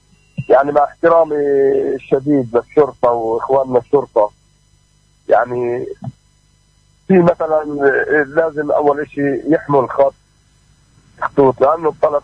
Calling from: Bethlehem, West Bank, Palestine; انا مواطن من بيت لحم.

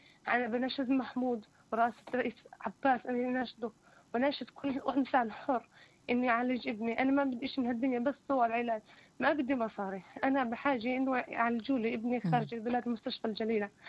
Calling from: a village in Jenin district, West Bank, Palestine; أنا من قرية قضاء جنين اسمها المطلة.

